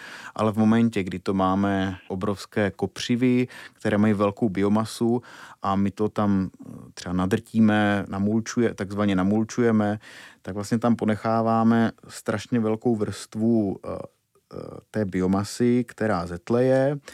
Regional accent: Šumice, Zlín Region, Czechia; dělá se to úplně hore nohama, jak se říká u nás v Šumicích.

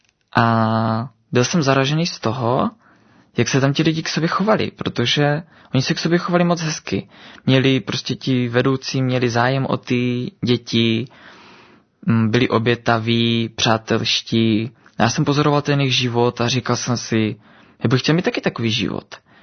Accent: Vsetín, Zlín Region, Czechia; born there; narodil jsem se na Vsetíně, v srdci Valašska

